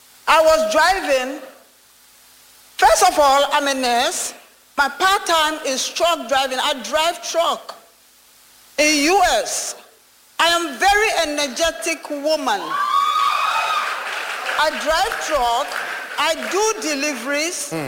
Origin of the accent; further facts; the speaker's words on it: Boston, Massachusetts, United States; moved away as an adult; now in Minnesota, United States; Bostonian. I grew up in Boston, Massachusetts.